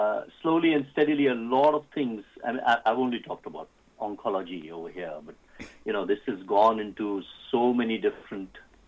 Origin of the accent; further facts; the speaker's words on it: Pune, Maharashtra, India; born there; I was from Loyola High School, you know, in Pune.